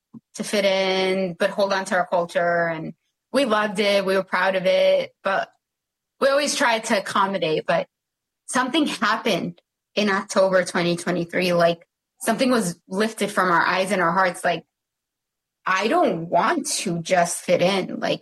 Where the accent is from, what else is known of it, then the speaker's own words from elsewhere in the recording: United States; born there; No, like I was born here. I'm just as much American as anyone else.